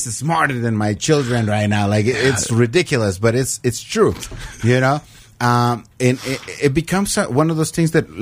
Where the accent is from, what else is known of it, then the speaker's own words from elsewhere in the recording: Mexico; English is a second language; moved away; I learned English from American people coming to Mexico